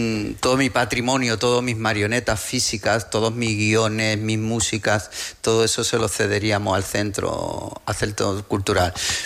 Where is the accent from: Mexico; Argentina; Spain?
Spain; Andalusia; Nos quitaron de ser andaluces y nos convirtieron en catalanes. Y decían, no. No somos catalanes.